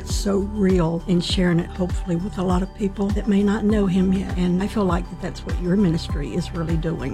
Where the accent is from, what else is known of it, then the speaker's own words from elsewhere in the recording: Monroe, North Carolina, United States; I am from Monroe, North Carolina.